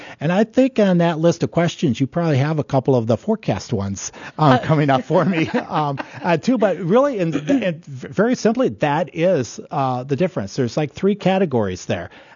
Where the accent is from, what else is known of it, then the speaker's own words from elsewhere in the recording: Midwest, United States; living in the Midwest